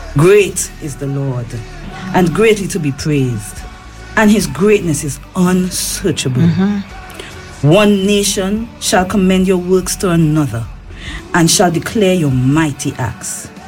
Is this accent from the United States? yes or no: no; Tobago, Trinidad & Tobago; moved away as an adult; now in Montserrat; I am from Trinidad and Tobago, and particularly Tobago, where Montserrat actually reminds me of my home country.